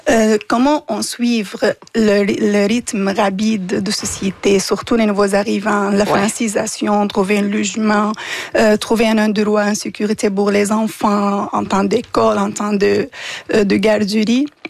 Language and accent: French; Damascus, Damascus Governorate, Syria; now in Quebec, Canada; moi, je viens de Damas, une ville, elle est considérée la première ville populée dans l'histoire.